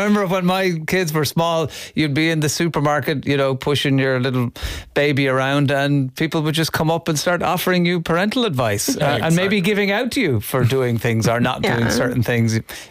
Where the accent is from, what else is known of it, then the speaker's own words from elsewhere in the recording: Ireland; as Irish people